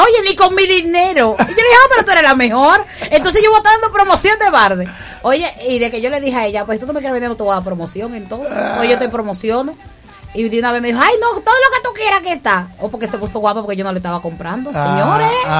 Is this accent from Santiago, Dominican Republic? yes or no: no; Villa Hermosa, La Romana, Dominican Republic; de Villahermosa, sí, de mi municipio querido